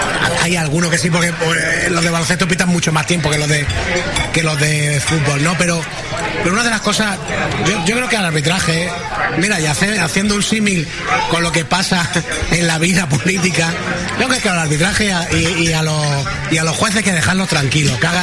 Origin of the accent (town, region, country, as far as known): Spain